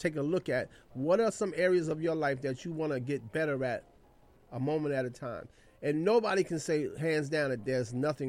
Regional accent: New York City, New York, United States; I think I'm from the Bronx

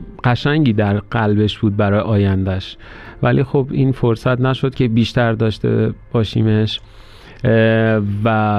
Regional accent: southern Iran, Iran; من جنوبی هستم و دریا نقش موثری داشته در بزرگ شدن من

